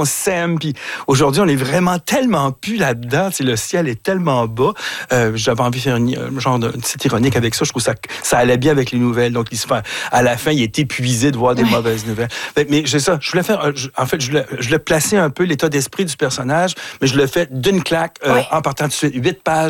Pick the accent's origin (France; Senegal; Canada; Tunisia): Canada; Montreal, Quebec; born or raised there